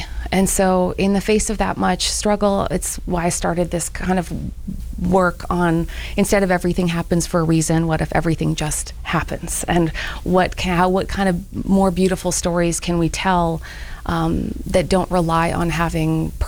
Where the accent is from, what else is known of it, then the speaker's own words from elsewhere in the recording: Canada; now in United States; I'm secretly Canadian